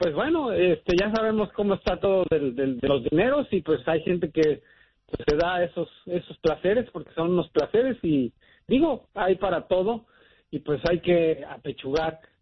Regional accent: Mexico City, Mexico; como dicen allá en mi tierra, Chilangolandia, uh-huh.

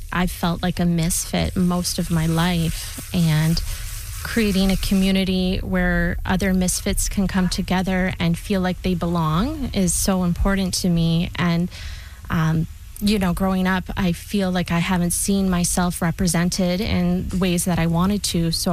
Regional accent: Sudbury, Ontario, Canada; I'm just from Sudbury.

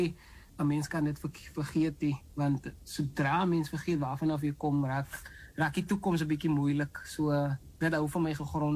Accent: Macassar, Western Cape, South Africa; is 'n laaitie, soos ek nou sal noem, van Makassar en groot geword, skool gegaan, Oklahoma primair en dan hoërskool, Makassar hoër en ek het dan nie, soos hulle noem, in die blokke groot geraak, in die flats, en ja, baie plat op die aarde groot geword

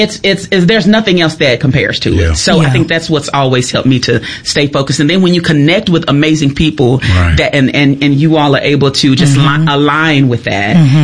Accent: Mississippi, United States; I grew up in Atala County, right? I was raised by my grandparents, and when my grandparents first got married, Camille, they were sharecroppers.

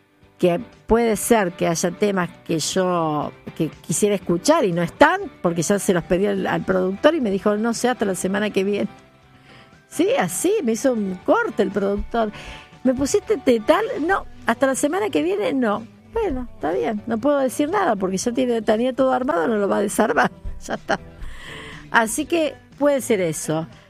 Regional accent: Argentina; si somos argentinos

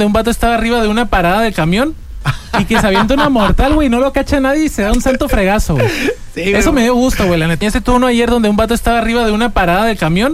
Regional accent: Mexico; soy mexicano, güey.

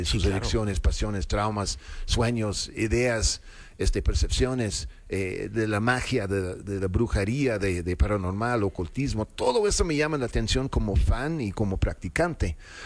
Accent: Mexico City, Mexico; Soy chilango con acento, pues yo qué hago, ¿no?

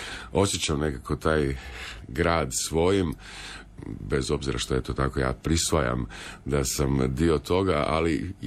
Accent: Osijek, Osijek-Baranja County, Croatia; now in Dubrovnik, Croatia; Ja se sjećam kad sam, ja sam rodom iz Osijeka, pa kad sam kao mlađi se vraćao kao student u Osijek

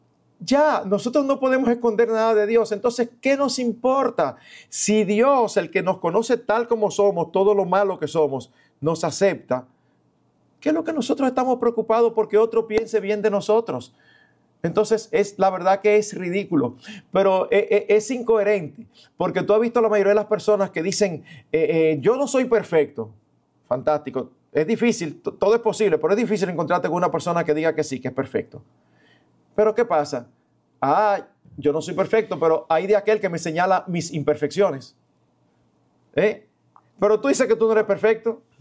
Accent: Santo Domingo, Distrito Nacional, Dominican Republic; Eduardo, tú y yo crecimos aquí en Santo Domingo.

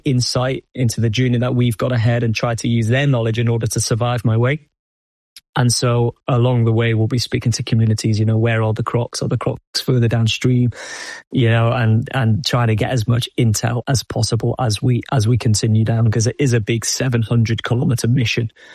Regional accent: Old Colwyn, Wales, United Kingdom; that was very much me, you know, growing up in North Wales in Old Colwyn, you know, a place no one really knows

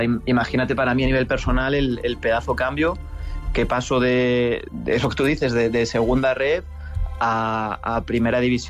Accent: Spain; Pero a mí como español, pues jugar contra el Barcelona me hace especial ilusión.

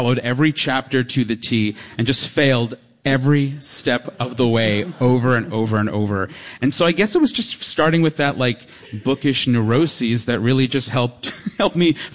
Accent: New York, United States; I grew up on Long Island, which is a very macho, coded place.

